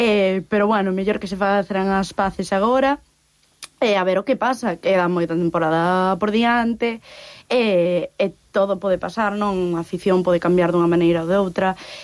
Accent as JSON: {"language": "Galician", "region": "Galicia", "country": "Spain", "said": "A ver, eu non son desta cidade, vale? Eu son do Barbanza, así que certo que eu de fútbol cero."}